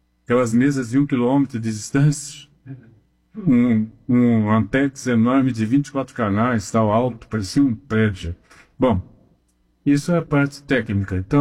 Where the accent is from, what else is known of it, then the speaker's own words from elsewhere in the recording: Bauru, São Paulo, Brazil; Quando era moleque, lá em Bauru, o sonho da gente era ir Palavra da Vida, ser equipante Palavra da Vida e cantar